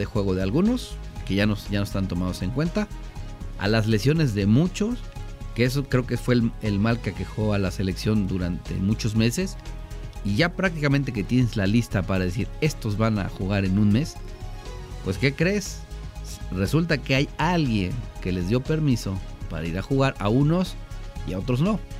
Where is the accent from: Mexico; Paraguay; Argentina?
Mexico; como somos los mexicanos